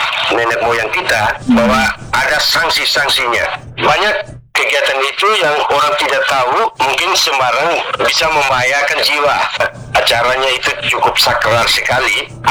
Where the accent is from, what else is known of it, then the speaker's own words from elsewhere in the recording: Ende, East Nusa Tenggara, Indonesia; istilah kita orang Ende bilang